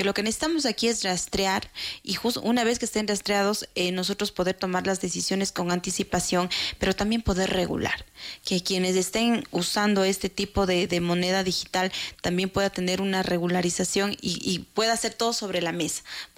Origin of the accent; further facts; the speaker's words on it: Ecuador; nosotros como ecuatorianos